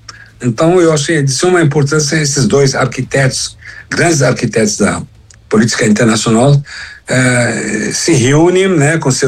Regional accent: Brazil; nós somos brasileiros

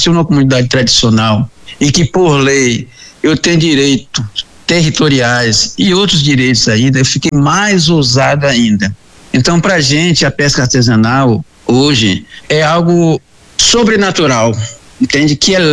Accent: Boipeba Island, Bahia, Brazil; Eu nasci e me criei na comunidade, como falei anteriormente, numa comunidade chamada Cova da Onça, é uma comunidade tradicional pesqueira, que fica na ilha de Boipeba, pesco desde quando me entendo por gente, né?

